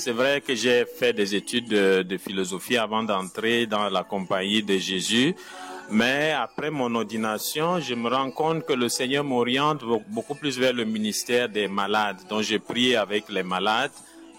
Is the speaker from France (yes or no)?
no; Cameroon; moved away as an adult; now in Abidjan, Côte d'Ivoire; Je suis jésuite. Je viens du Cameroun, mais je suis en mission en Côte d'Ivoire. Ça fait bientôt 6 ans.